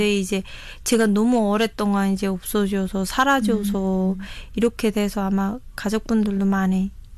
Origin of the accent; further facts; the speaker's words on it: North Pyongan, North Korea; now in South Korea; 남한 정착 7개월 차 평안북도에서 온